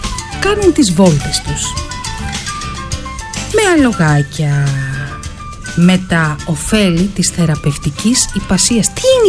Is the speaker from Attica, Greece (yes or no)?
yes; Athens, Attica, Greece; εγώ που μεγάλωσα στην Αθήνα, αλλά οι γονείς μου είναι από επαρχία, πήγαινα στην επαρχία